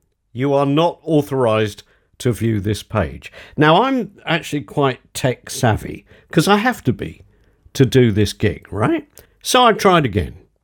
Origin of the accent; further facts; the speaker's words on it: United Kingdom; I'm confirmed British